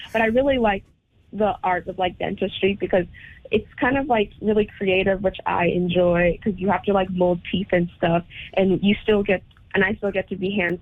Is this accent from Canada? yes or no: yes; Watson Lake, Yukon, Canada; born there; also born or lived in China